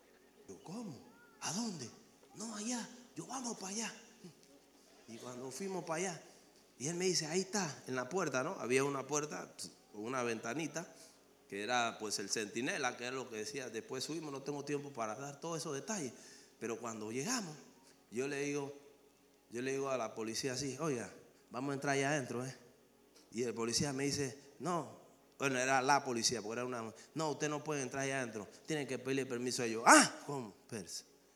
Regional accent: Panama; Nosotros no somos policías, venimos de Panamá y venimos a predicar la palabra.

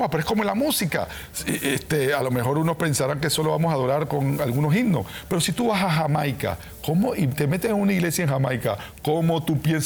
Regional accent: Panama; Yo, por muy panameño que sea y por mucho que me gusten las tradiciones panameñas

